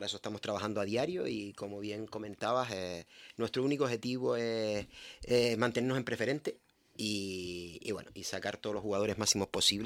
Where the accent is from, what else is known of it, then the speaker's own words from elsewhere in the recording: Teror, Canary Islands, Spain; Todos los demás somos de Teror.